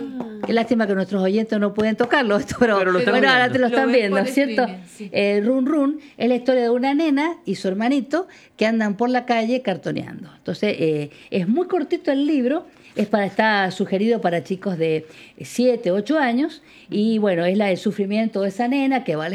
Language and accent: Spanish; Argentina; cómo somos los argentinos.